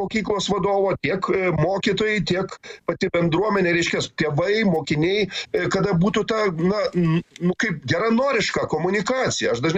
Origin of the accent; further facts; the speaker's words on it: Kaunas, Kaunas County, Lithuania; Kaune mes, aš kaunietis